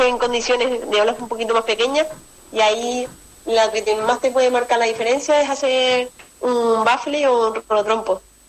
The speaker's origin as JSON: {"language": "Spanish", "area": "Tenerife", "region": "Canary Islands", "country": "Spain", "said": "no, soy de otra isla, de Tenerife, que ahí también tenemos olas muy buenas"}